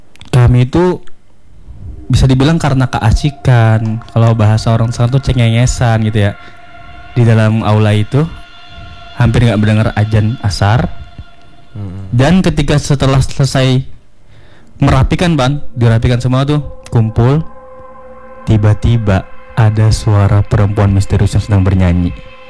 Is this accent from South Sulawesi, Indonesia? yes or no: no; Banjar, South Kalimantan, Indonesia; Dan kebetulan kan aku orang Banjar ya